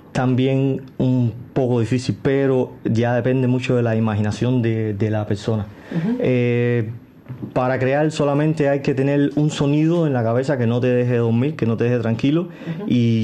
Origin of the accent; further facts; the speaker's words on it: Cuba; now in Stuttgart, Germany; no porque sea cubano, porque ya siendo cubano